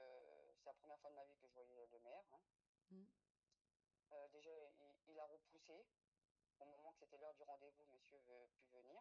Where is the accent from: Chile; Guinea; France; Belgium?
France; vous savez que les voyageurs, on est français. On est même plus français que certains Français qui vivent en France. J'en ai français depuis des générations, on n'a jamais bougé de la France.